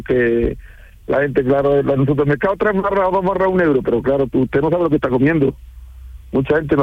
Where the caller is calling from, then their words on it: Montejícar, Andalusia, Spain; Aquí en la panadería. Estoy en Montejica, Granada.